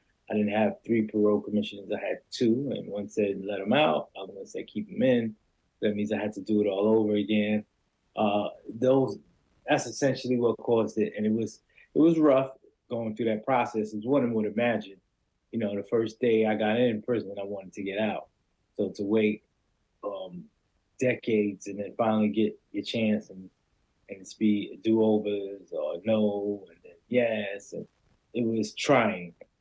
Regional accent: New York City, New York, United States; now in Connecticut, United States; I'm married. I'm from Queens, New York. I have 2 siblings, brother and sister. My parents immigrated from Guyana, which is in South America. I recently went there for the first time about 2 months ago.

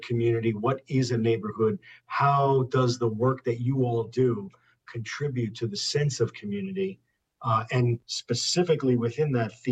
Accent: New York, United States; born there; moved away; I have been hosting Morningside Now, as I said. I'm a native of Morningside Heights, was born here, partly raised here, came back in the late 80s.

